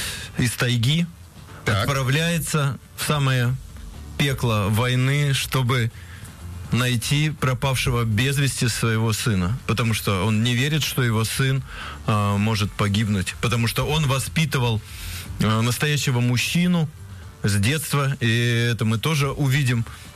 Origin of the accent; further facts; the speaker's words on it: Siberia, Russia; потому что я сам вырос в Сибири, и даже первые кадры фильма мы снимали в тех местах, где...